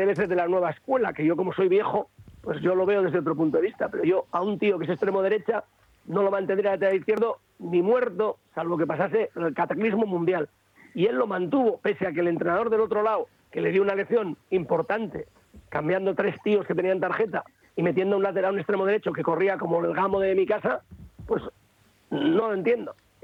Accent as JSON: {"language": "Spanish", "town": "Medina", "country": "Spain", "said": "eso en mi pueblo sería al revés. En Medina"}